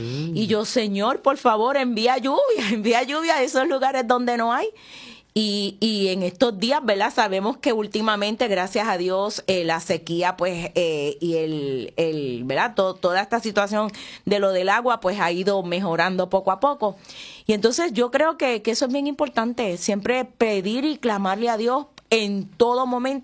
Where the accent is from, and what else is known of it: Aguadilla, Puerto Rico